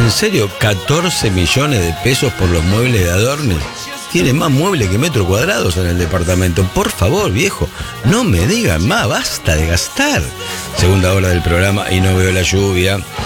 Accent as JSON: {"language": "Spanish", "country": "Argentina", "said": "Somos argentinos nosotros, Guillo."}